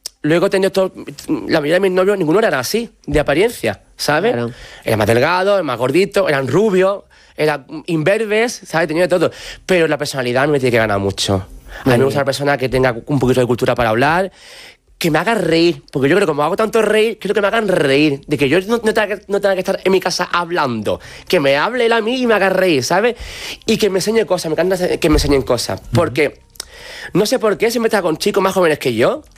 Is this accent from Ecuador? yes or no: no; Alcalá de los Gazules, Andalusia, Spain; pero yo vivía antes aún en mi pueblo, en Alcalá de los Gazules.